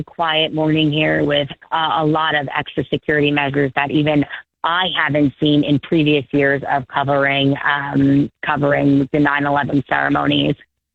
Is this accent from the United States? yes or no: yes; New York City, New York, United States; I'm immensely proud to be a New Yorker and an American.